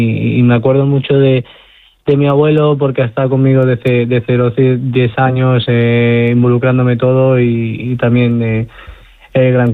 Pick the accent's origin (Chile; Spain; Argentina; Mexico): Spain; Extremadura; para mí como extremeño es un orgullo enorme